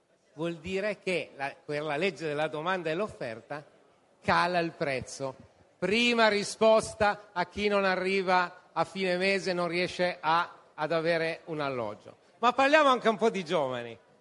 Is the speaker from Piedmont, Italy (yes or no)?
yes; Turin, Piedmont, Italy; Casermoni, interi quartieri, io vi porto l'esempio di Torino, io sono di Torino, interi quartieri senza un negozio, senza un'attività, solo dormitori per, nel caso di Torino, la Fiat.